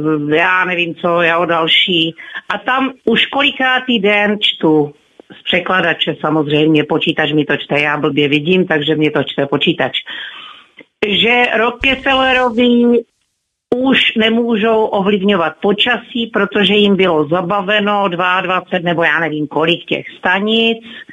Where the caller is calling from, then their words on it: Otrokovice, Zlín Region, Czechia; z Otrokovic, vždycky jsem zdravila kluky z Plzně.